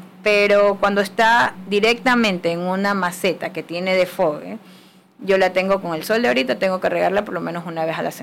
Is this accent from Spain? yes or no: no; Milagro, Guayas, Ecuador; yo soy de Milagro, de la ciudad de Milagro, donde es el lugar de las plantas, digo yo.